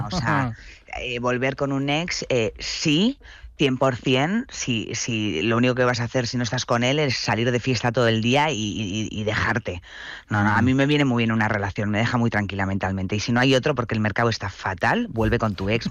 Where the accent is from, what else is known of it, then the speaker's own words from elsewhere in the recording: Getxo, Basque Country, Spain; Yo soy de Bilbao de Getxo y ahí es un pueblo y es verdad que también te coge más joven.